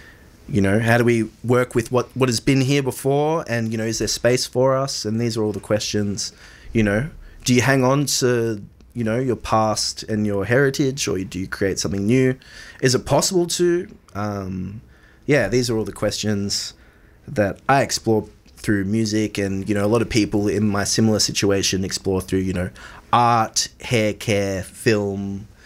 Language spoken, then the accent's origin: English; Ashanti, Ghana; moved away; So I come from the Ashanti kingdom, and like I said before, and my grandfather really promoted his culture and really wanted to keep the culture alive in all the constant changes.